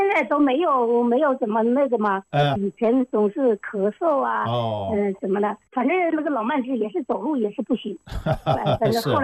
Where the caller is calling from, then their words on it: Xiaogan, Hubei, China; 我在孝感。